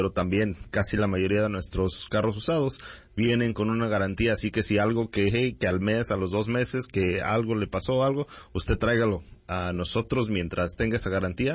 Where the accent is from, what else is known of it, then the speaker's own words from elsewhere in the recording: Lamont, California, United States; also born or lived in Bakersfield; Soy nacido aquí en Bakersfield, creado allá por la área de Lamont, Lamont, California.